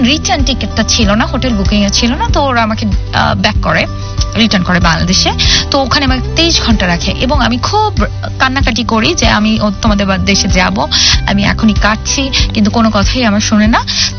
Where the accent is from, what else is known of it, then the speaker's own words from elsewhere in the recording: Bangladesh; also born or lived in New Zealand; বাংলাদেশি পাসপোর্টে আমি বিশ্ব ভ্রমণ করে বিশ্বকে দেখিয়ে দিতে চাই যে বাংলাদেশিরাও ভ্রমণ করতে পারে